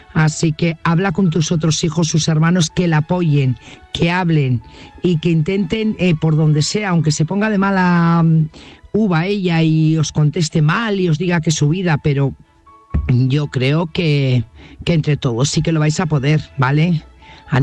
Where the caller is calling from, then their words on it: Burgos, Castile and León, Spain; corresponsal de Burgos.